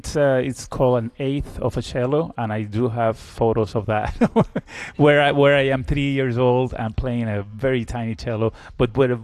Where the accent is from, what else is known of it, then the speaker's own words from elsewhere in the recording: Caracas, Capital District, Venezuela; moved away; I was born in Venezuela, in Caracas, and Venezuela is a place where, of course, you have a lot of classical music.